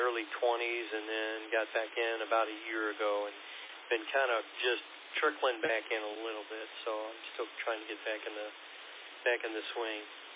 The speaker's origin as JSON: {"language": "English", "region": "Kentucky", "country": "United States", "tie": "born or raised there", "moved": "yes", "lives_now": "Michigan, United States", "said": "since I've moved to Michigan. I grew up in Kentucky, but moving to Michigan"}